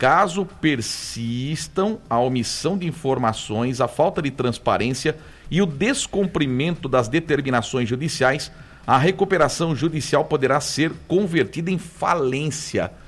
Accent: Brazil

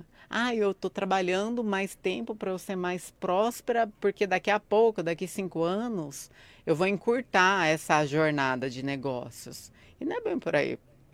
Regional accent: Guaratinguetá, São Paulo, Brazil; born there

